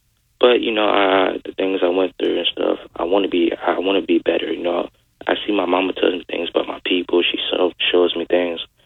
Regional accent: United States; You know, I come from the great empire of America. I'm indigenous American, you know.

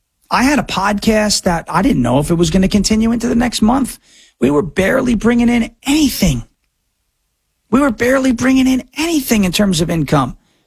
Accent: New York, United States; I come from New York.

